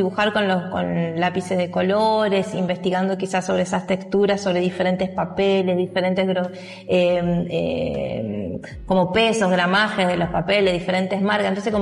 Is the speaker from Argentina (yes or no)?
yes; Formosa, Argentina; now in Santa Fe, Argentina; Yo vengo de Formosa, soy formoseña, mi mamá es paraguaya, mi papá es formoseño del interior de Formosa, en donde es una provincia en donde no hay museos para artistas contemporáneos.